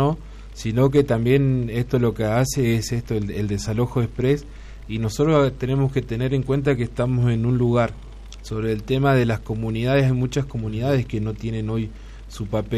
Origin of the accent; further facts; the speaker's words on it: Junín, Argentina; los que somos nacidos y criados en Junín.